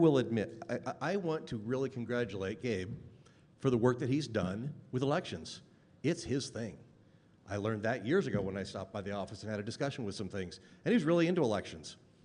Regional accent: Grand County, Utah, United States; I was raised in Grand County. I've raised seven kids here, gone through schools, through here in Grand County schools

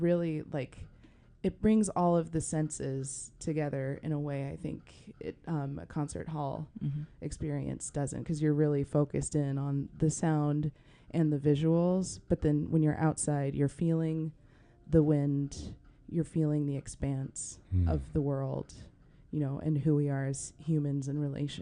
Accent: Kentucky, United States; Actually, growing up in Kentucky, my house literally is on a county boundary. So our house is actually in no zip code.

